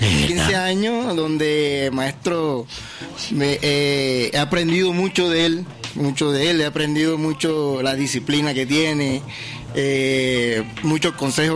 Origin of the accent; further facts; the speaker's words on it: Arjona, Bolívar, Colombia; Sí, yo soy de Arjona Bolívar.